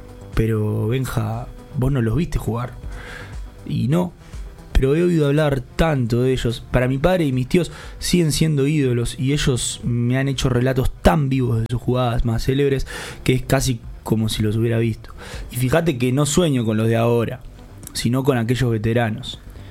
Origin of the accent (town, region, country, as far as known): Uruguay